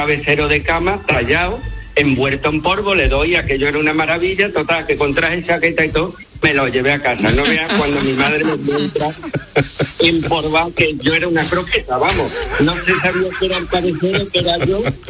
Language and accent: Spanish; Seville, Andalusia, Spain; soy un cofrade sevillano y te voy a contar el caso que me sucedió.